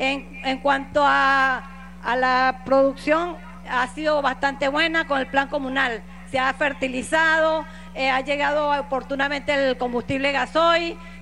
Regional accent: Venezuela; Las mujeres venezolanas estamos contentas con este gran logro usted en esos países.

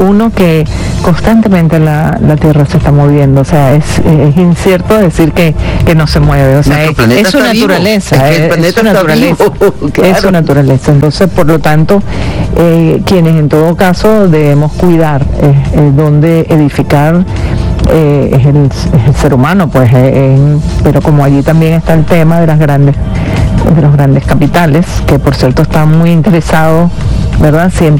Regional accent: Venezuela; porque todos somos venezolanos, ¿no?

